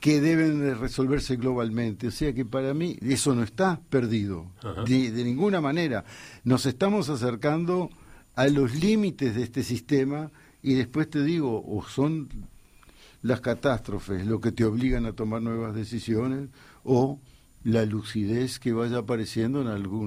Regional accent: Uruguay; Yo considero que, visto como uruguayo

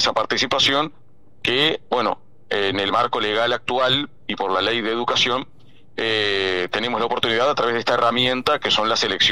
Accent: interior, Uruguay; la mayoría de quienes integramos la lista somos del interior, yo mismo soy del interior del país, y de hecho recorro todo el país desde hace muchos años

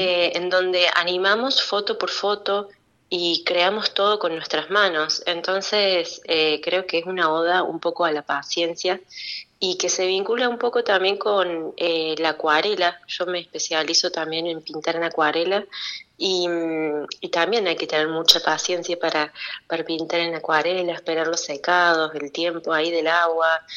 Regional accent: Córdoba, Argentina; accent: tonada; yo estudié cine en Córdoba, yo soy de Córdoba, Argentina.

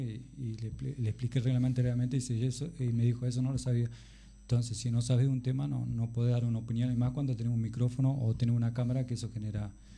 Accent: Salto, Uruguay; moved away as an adult; now in Constitución, Uruguay; Es que yo soy de Salto. Yo me crié en Arriaga y Cerrito. Por trabajo en el 2002 recaí en Constitución y ahí me gustó.

